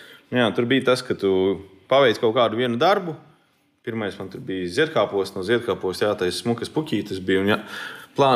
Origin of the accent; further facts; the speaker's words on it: Malnava, Latgale, Latvia; now in Riga, Latvia; Jā, es nāku no Latgales, no Malnavas. Mana mamma arī gatavo un uzņem viesus.